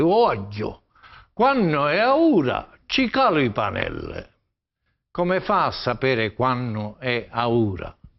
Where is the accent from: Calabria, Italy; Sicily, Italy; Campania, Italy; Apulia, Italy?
Sicily, Italy; Ragusa; Io vengo da Ragusa, a Ragusa abbiamo una particolarità, la C è dolce.